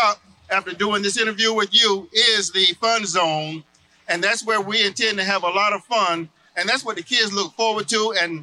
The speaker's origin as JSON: {"language": "English", "country": "United States", "tie": "born or raised there", "said": "I was born and raised right here in the Dunbar community."}